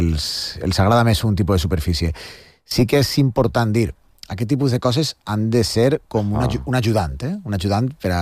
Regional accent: Faura, Valencian Community, Spain; soc de València.

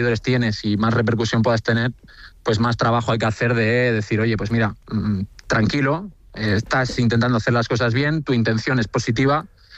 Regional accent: Fuerteventura, Canary Islands, Spain; also born or lived in San Sebastián; Yo me he criado en Fuerteventura, soy de Donostiarra, pero me he criado en Fuerteventura.

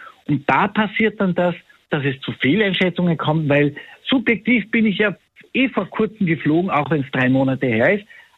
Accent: Austria; Es sind immer wieder bei uns in Österreich, wo wir oft aber lachen, Leute aus anderen Ländern, die mit Sandalen im schlimmsten Wetter auf den Berg gehen

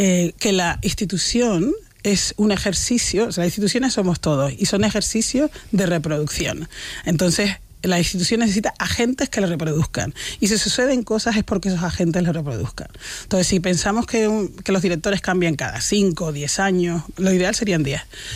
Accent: Canary Islands, Spain; accent: Canarian; also born or lived in Córdoba; Yo es que me siento muy canaria. Cordobesa también

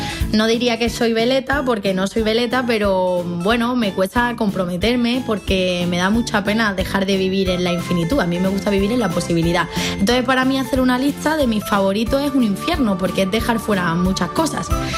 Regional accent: Málaga, Andalusia, Spain; yo soy trinitaria, yo soy del barrio de Málaga de la Trinidad, y me crié ahí en un piso con mi madre

